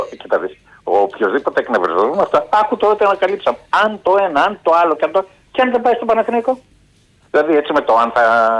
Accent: Keratsini, Attica, Greece; από το Κερασίνη.

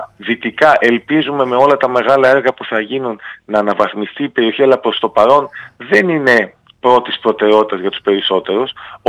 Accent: Northern Greece, Greece; Στην εκδήλωση αυτή, η οποία είναι η πρώτη που κάνω στη Βόρεια Ελλάδα, την πατρίδα μου, θα έχουμε μια σειρά από καινοτομίες πανελλαδικές.

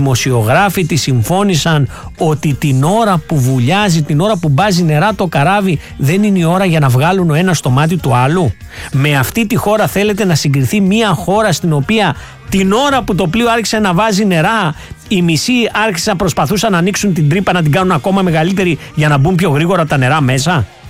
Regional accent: Greece

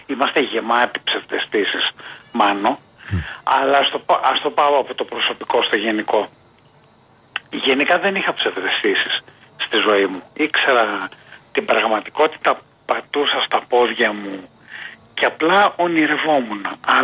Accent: Greece

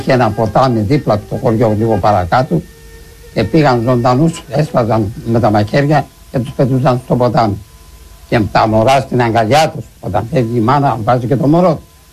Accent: Poroia, Central Macedonia, Greece; ακόμα στο χωριό μου εδώ στα Πορόγια

